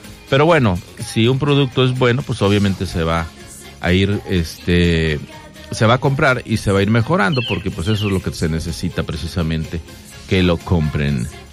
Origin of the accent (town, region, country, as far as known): Mexico